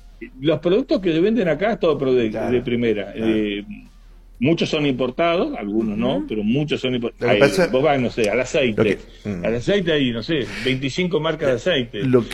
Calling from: Chubut, Argentina; Mira, vivo en Chubut, que es al lado de Río Negro.

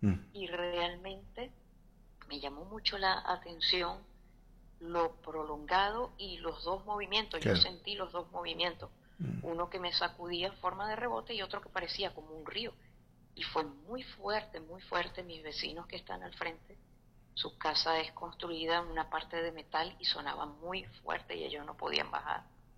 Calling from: Aragua, Venezuela; Y en mi ciudad, que es el municipio Girardot

